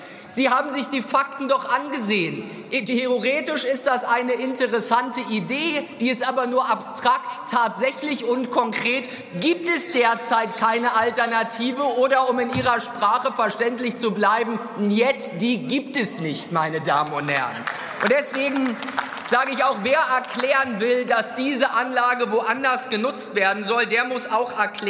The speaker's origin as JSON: {"language": "German", "region": "Mecklenburg-Vorpommern", "country": "Germany", "said": "Mecklenburg-Vorpommern nicht einfach irgendein Punkt auf der Landkarte, sondern eine wichtige Gemeinde in meiner Heimatregion"}